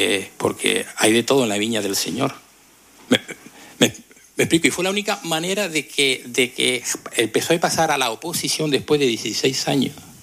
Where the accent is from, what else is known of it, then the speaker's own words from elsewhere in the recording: Granadilla de Abona, Canary Islands, Spain; Yo soy de un municipio ya es como a partir de 50.000 habitantes ya es, se considera grande, ¿no?